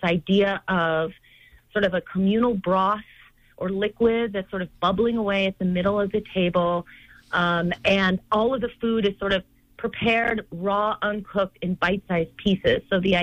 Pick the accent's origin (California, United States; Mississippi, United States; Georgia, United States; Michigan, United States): California, United States; it's a meal that I grew up having with my family growing up in California.